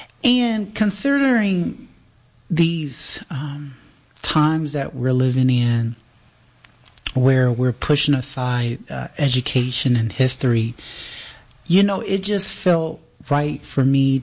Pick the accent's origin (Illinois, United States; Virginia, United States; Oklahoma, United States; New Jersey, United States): Illinois, United States; Chicago; now in Kalamazoo, United States; Chicago, my hometown.